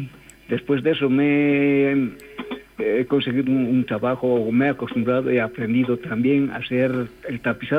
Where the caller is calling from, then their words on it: Oruro, Bolivia; Yo soy orureño, boliviano, 1000 veces, 100.000 veces boliviano